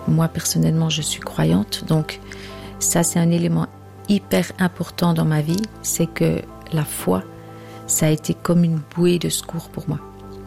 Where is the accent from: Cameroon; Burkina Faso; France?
Burkina Faso; born there; Moi, je suis née au Burkina Faso, de parents missionnaires, et c'était très bien comme ça.